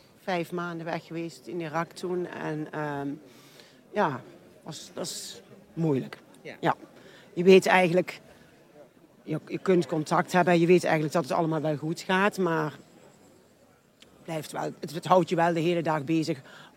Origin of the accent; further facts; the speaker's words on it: Limburg, Netherlands; En hier leeft het denk ik zoveel meer, denk ik, als bij ons in Limburg.